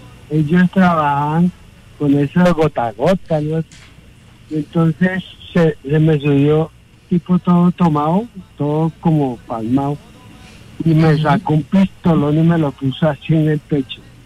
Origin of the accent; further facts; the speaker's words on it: Ibagué, Tolima, Colombia; also born or lived in Girardot; Vivía de harto tiempo. Soy de Ibagué.